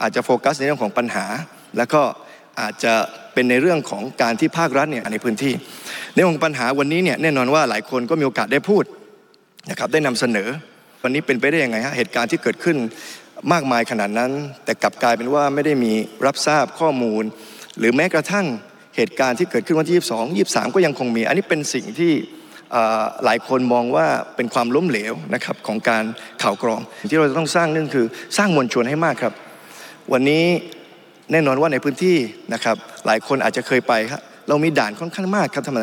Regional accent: Yala, Thailand; ผมเองในฐานะคนในพื้นที่ที่เกิดที่ยะลานะครับ

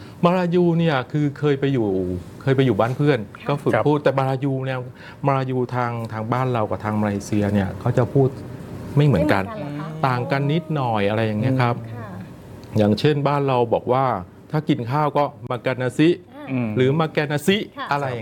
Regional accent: Sadao, Songkhla, Thailand; อำเภอสะดาวจังหวัดสงขลานะครับ

